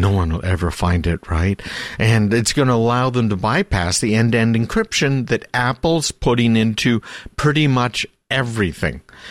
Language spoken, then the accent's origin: English; Canada; born or raised there